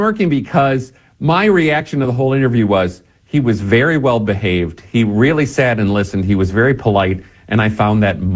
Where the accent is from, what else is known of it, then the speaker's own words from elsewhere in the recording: Wisconsin, United States; I'm from Wisconsin.